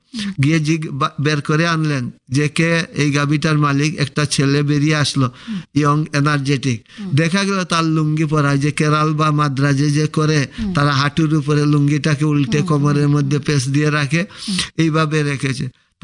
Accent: Tripura, India

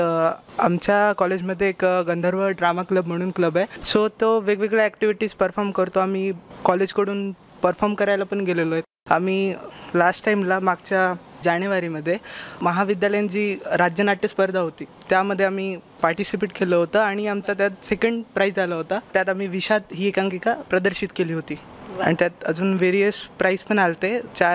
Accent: Parbhani, Maharashtra, India; मी परभणीचाच आहे.

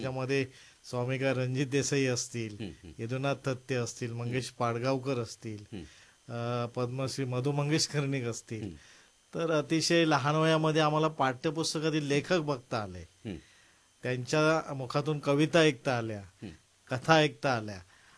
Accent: Mangaon, Maharashtra, India; माझे जन्मगाव सिंधुदुर्ग जिल्ह्यातील कुडाळ तालुका मानगाव.

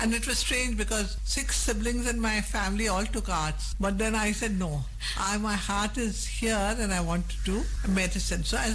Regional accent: Karnataka, India; moved away as an adult; also born or lived in Hubli, India; now in Mumbai, India; I could even speak English because I came from Karnataka

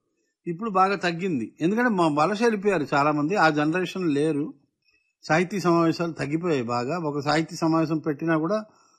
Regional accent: Berhampur, Odisha, India; born there; also born or lived in Vizianagaram, Andhra Pradesh; అక్కడ ఫ్యాక్టరీ పెట్టడంతో బరంపురం షిఫ్ట్ అయ్యాం. నా 10వ ఏట బరంపురం గెలిపాం. కాబట్టి నేను చదువు మొత్తం బరంపురమే. 4వ తరగతి నుంచి మొత్తం చదువు అంతా బరంపురమే. కలికొట కాలేజీలో చదువుకున్నాను.

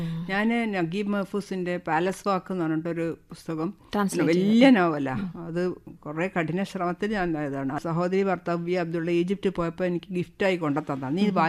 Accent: Thalassery, Kerala, India; ഞാൻ തലശ്ശേരി തിക്കോടിയൊക്കെയാണ് ജനിച്ചതും വളർന്നതെങ്കിൽ

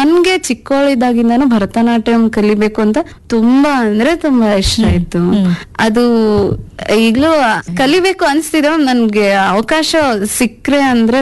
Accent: Karnataka, India; ನಮ್ದು ಕುಣೆ ಮಾದಿ ಹಳ್ಳಿ ಅಂತ, ಕೊಟ್ಟೂರ್ ಹತ್ರ, ಹರಪನಹಳ್ಳಿ ತಾಲೂಕು, ವಿಜಯನಗರ ಡಿಸ್ಟ್ರಿಕ್ಟ್ ನಮ್ದು. ಅಲ್ಲಿ ನಮ್ದೊಂದು ಚಿಕ್ಕ ಗ್ರಾಮ, ಆದ್ರೂ ನಮ್ ಬಾಲ್ಯದ ದಿನಗಳು ತುಂಬಾ ಚೆನ್ನಾಗಿತ್ತು.

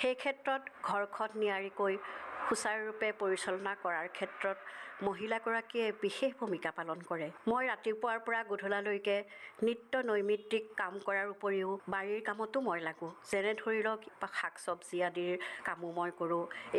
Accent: Nagaon, Assam, India; মোৰ ঘৰ নগাঁৱৰ পাথৰি চাৰিআলিত।

